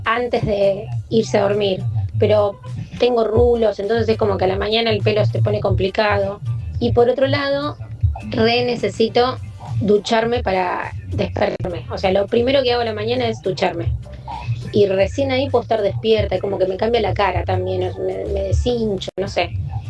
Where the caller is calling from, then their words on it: Villa Ballester, Buenos Aires Province, Argentina; Villa Ballester.